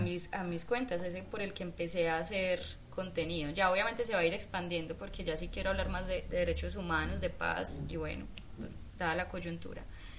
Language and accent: Spanish; Medellín, Antioquia, Colombia; yo crecí en la Universidad de Antioquia, literalmente crecí, mi mamá trabajaba allá, yo, mi vida fue toda la UdeA